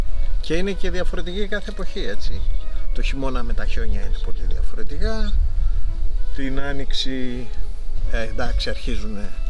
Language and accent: Greek; Thessaloniki, Central Macedonia, Greece; moved away as an adult; Έτσι έφυγα από τη Θεσσαλονίκη πριν 28 χρόνια, μπήκα στα 29 τώρα και ήρθα να ασχοληθώ με δραστηριότητες.